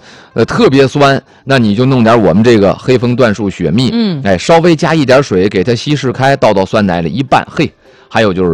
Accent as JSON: {"language": "Chinese", "region": "Liaoning", "country": "China", "tie": "born or raised there", "moved": "yes", "said": "我的老家辽宁啊"}